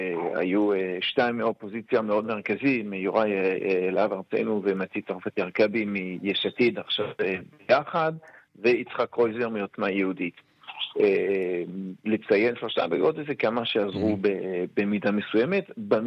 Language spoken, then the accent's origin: Hebrew; Jerusalem, Jerusalem District, Israel; אני כירושלמי יכול ככה חווה את זה מדי שנה.